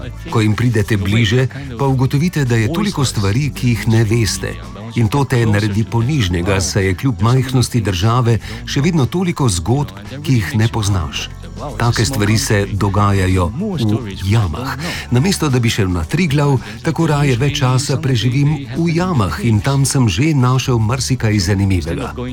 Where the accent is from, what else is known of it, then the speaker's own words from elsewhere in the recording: Taiwan; Slovenian is a second language; Mimo grede, sam še nisem bil gor, saj sem Tajvanec, pa tudi sicer hodim raje v jame.